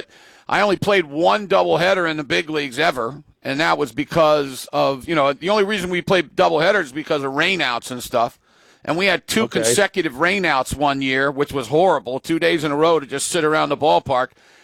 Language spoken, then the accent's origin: English; Baltimore, Maryland, United States; my hometown, Baltimore